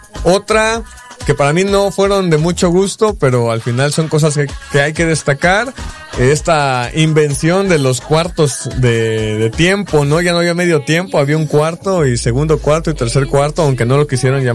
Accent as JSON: {"language": "Spanish", "country": "Mexico", "said": "somos buenos mexicanos"}